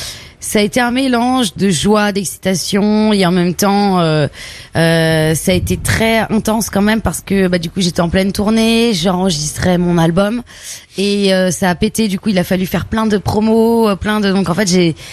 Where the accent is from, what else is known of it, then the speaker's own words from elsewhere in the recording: Brittany, France; born there; moved away; also born or lived in Réunion; je suis le fruit du métissage. Ma mère est brésilienne, je suis née en Bretagne.